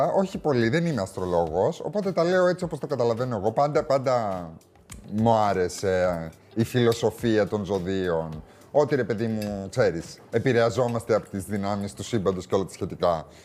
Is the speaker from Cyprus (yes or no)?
yes; Cyprus; επειδή είμαι και από την Κύπρο